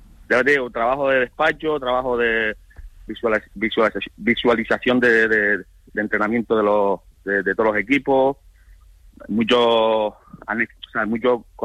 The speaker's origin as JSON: {"language": "Spanish", "country": "Spain", "said": "España somos de los mejores en cuestión de formación de categorías inferiores"}